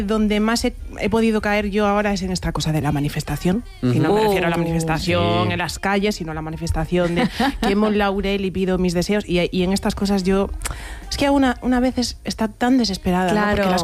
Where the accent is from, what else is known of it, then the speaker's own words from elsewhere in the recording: Galicia, Spain; Y, pero también soy gallega, ¿no?